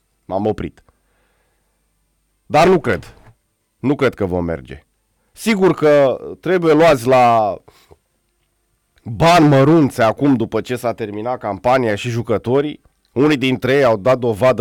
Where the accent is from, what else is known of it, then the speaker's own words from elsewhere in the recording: Romania; sunt român